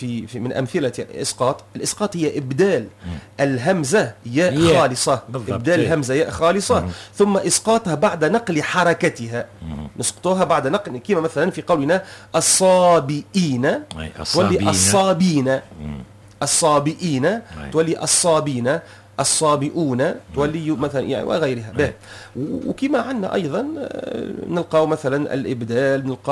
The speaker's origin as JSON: {"language": "Arabic", "country": "Tunisia", "said": "احنا في تونس"}